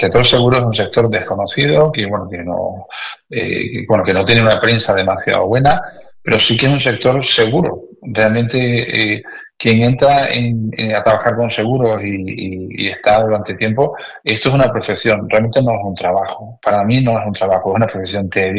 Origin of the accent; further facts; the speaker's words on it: Canary Islands, Spain; now in Catarroja, Spain; mi padre Canarias, yo soy canario, por mi acento ves que no soy de aquí.